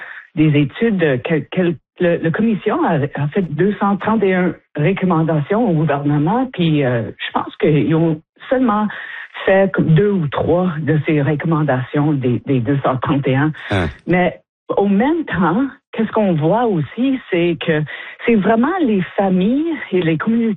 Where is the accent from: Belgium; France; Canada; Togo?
Canada; Sudbury, Ontario; Moi, je viens de Sudbury